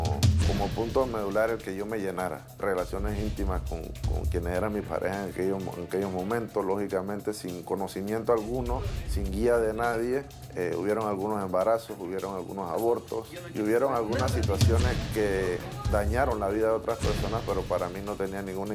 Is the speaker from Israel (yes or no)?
no; Panama; Mi infancia fue aquí en la República de Panamá, donde una mujer muy luchadora trató de sacarme adelante